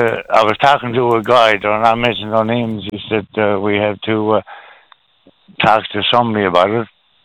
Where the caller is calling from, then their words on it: Ferryland, Newfoundland and Labrador, Canada; Southern Shore, sir.